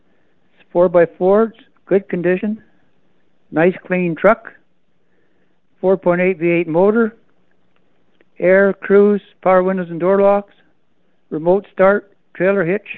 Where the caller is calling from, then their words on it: McCreary, Manitoba, Canada; I'm calling from McCreary.